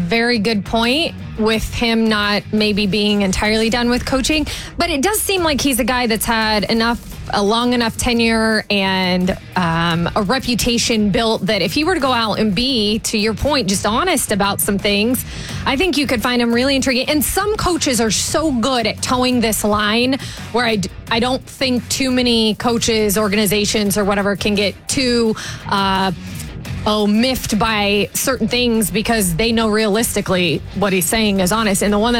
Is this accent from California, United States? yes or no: no; Indianapolis, Indiana, United States; I know many who've listened to the show know that I grew up in Indianapolis, so I keep an eye on the Colts quite a bit.